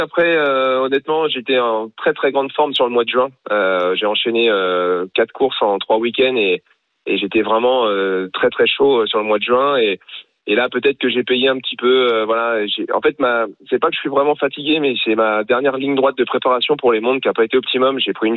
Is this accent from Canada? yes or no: no; Normandy, France; je suis normand